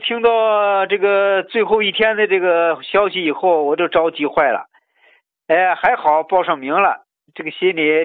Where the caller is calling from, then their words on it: Shijingshan, Beijing, China; 哦，我是北京石景山的啊，首都的朋友。